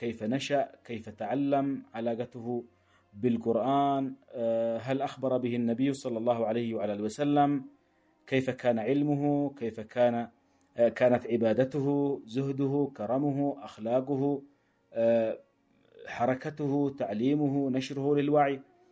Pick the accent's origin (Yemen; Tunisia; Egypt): Yemen; نحن اليوم كيمنيين